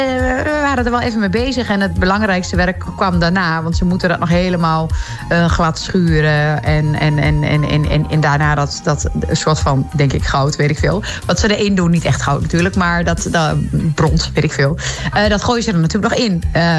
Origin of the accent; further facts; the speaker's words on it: Loosdrecht, North Holland, Netherlands; Maar ik kom wel uit Loosdrecht natuurlijk. Ik ben nu nog in Loosdrecht.